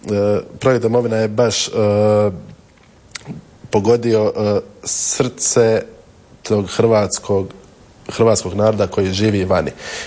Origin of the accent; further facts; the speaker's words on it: Bosnia & Herzegovina; Sigurno ja kao Hrvat u Bosni i Hercegovini